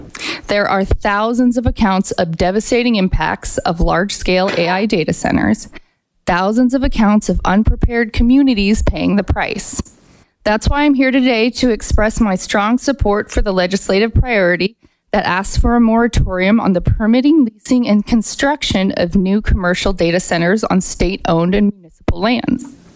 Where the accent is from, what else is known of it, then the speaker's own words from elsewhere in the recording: Salcha, Alaska, United States; I'm a resident of the Fairbanks North Star Borough, and I'm both from Salcha and Fairbanks.